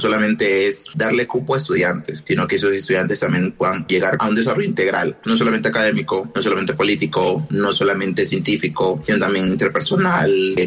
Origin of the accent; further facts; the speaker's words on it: Barbacoas, Nariño, Colombia; moved away; soy de Arbacoas, Nariño, soy estudiante Peama, afro.